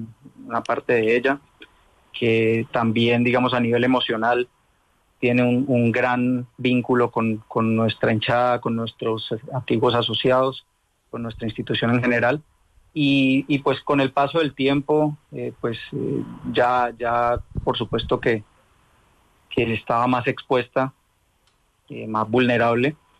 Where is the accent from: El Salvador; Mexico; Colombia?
Colombia; Valle del Cauca; que sea el volver a hermanarnos como ciudadanos, como vallecaucanos, como colombianos, y que una camiseta no nos divida.